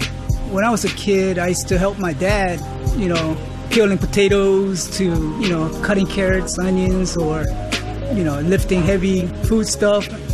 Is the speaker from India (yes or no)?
no; South Korea; moved away; We're from Korea, so I'm kind of like in the culture where, you know, family's first concept.